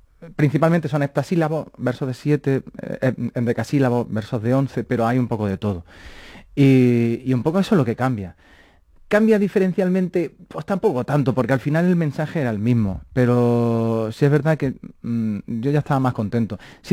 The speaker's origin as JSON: {"language": "Spanish", "town": "Baeza", "region": "Andalusia", "country": "Spain", "tie": "born there", "said": "en mi pueblo, en Baeza."}